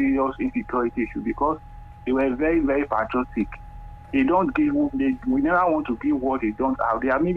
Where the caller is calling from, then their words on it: Tank, Khyber Pakhtunkhwa, Pakistan; calling from Tank.